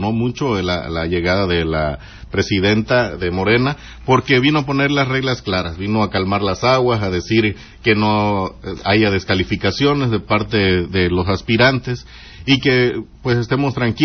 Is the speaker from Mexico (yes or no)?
yes; Mexico; nos caracteriza como mexicanos